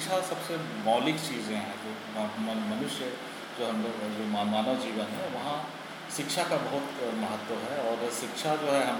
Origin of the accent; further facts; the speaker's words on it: Chaibasa, Jharkhand, India; मैं मूल निवासी मैं चाईबासा का ही हूँ